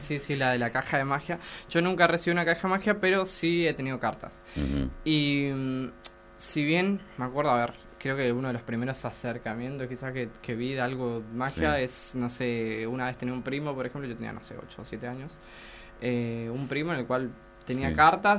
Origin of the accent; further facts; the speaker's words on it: Candelaria, Misiones, Argentina; Yo vengo de Candelaria, por cierto